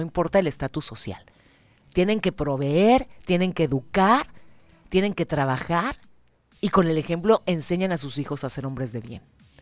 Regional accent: Mexico; demostramos como mexicanos que nadie nos va a ordenar a qué mascota le vamos.

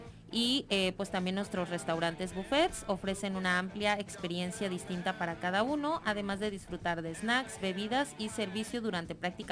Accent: Oaxaca, Mexico; la hospitalidad que nos distingue como oaxaqueños también.

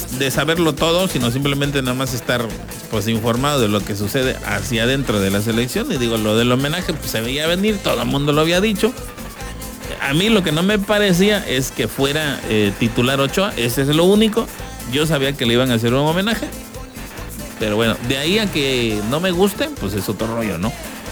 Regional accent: Mexico; soy mexicano

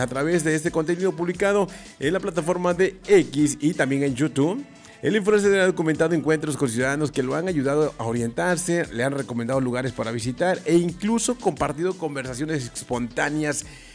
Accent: Mexico; O sea que ya tiene un amigo aquí en México

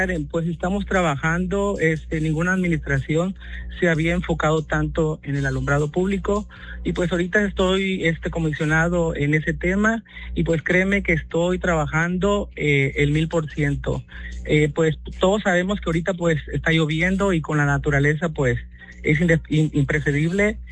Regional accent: Mapastepec, Chiapas, Mexico; yo soy pueblo, soy de Mapastepec y quiero que a Mapastepec le vaya bien

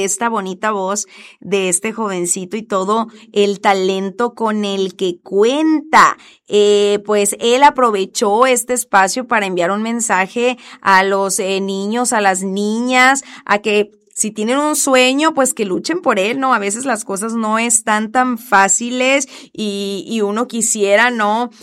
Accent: Ciudad Obregón, Sonora, Mexico; yo crecí por acá en Foviste 3, entonces yo estoy impuesta a vivir en edificio, pues, que aquí en Cajeme

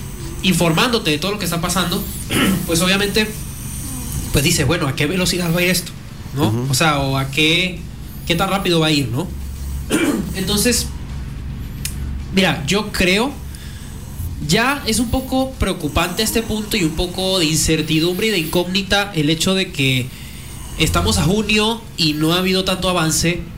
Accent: Venezuela; como venezolano, a mí me choquea y me sorprende

